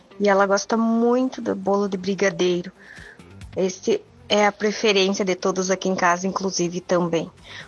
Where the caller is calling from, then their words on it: Bento Gonçalves, Rio Grande do Sul, Brazil; sou aqui de Bento Gonçalves.